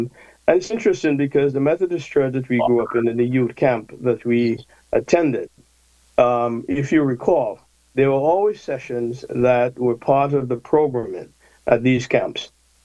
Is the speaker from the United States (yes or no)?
no; Antigua & Barbuda; growing up in Antigua and Barbuda